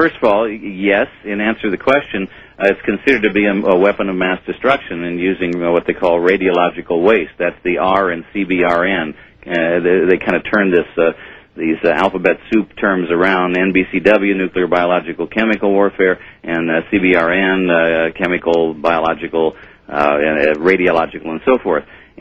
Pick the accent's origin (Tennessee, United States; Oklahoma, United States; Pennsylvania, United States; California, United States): California, United States; I grew up in California